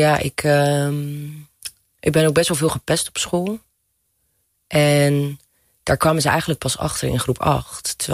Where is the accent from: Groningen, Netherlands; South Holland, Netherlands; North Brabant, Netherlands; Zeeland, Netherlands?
Zeeland, Netherlands; Goes; also born or lived in Borssele; Ik ben geboren in Goes. Het eerste jaar van mijn leven heb ik in Borselen gewoond. Toen zijn we naar Goes verhuisd.